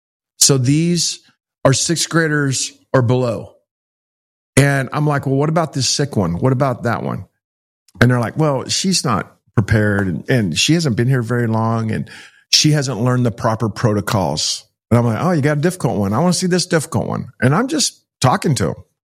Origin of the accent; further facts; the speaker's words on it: Texas, United States; Like, hey, what's going on? I'm from Texas. Where y'all from?